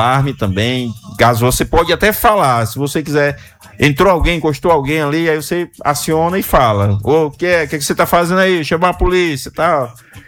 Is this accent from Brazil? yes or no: yes; Teresina, Piauí, Brazil; Eu sou da Zona Norte, fui criado na Zona Norte, mas hoje em dia eu moro aqui já pertozinho, assim, mas eu amo a Zona Norte.